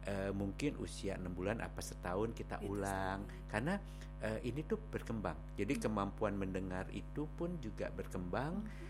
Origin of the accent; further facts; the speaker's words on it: Bandung, West Java, Indonesia; padahal saya asli Bandung, Sunda.